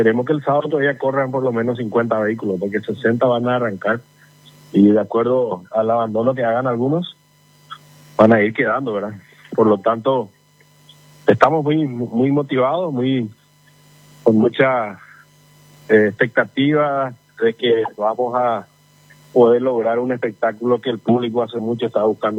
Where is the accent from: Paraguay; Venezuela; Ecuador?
Paraguay; como paraguayo me siento muy patriota